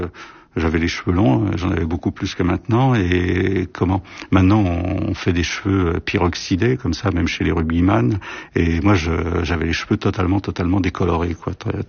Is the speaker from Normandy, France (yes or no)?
no; Saint-Denis, Île-de-France, France; born or raised there; also born or lived in Aubervilliers